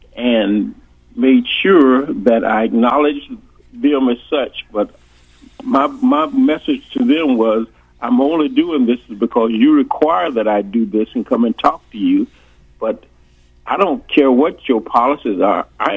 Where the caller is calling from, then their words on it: Georgia, United States; being a Southerner from Georgia